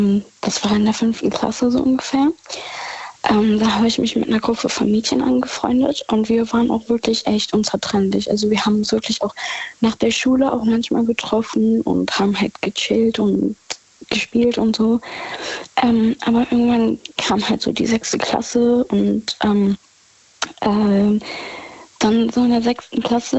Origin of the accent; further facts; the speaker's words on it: Rhineland-Palatinate, Germany; In der Nähe von Gerolstein.